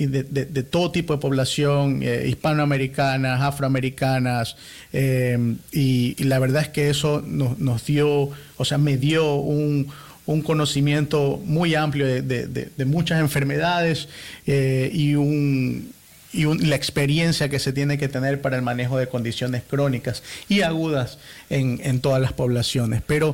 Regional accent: Ecuador; born there; Yo soy nacido en Ecuador, soy ecuatoriano de nacimiento.

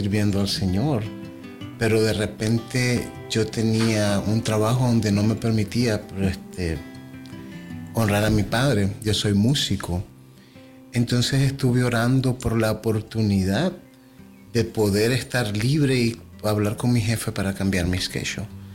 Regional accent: Nicaragua; Yo soy de Nicaragua y yo pude, gracias al Señor, me dio la oportunidad de traer a mi familia.

